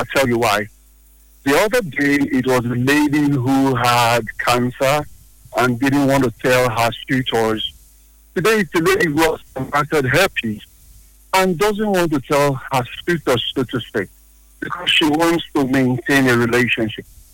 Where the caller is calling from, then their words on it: Eneka, Rivers, Nigeria; I'm calling from somewhere in Eneka right now.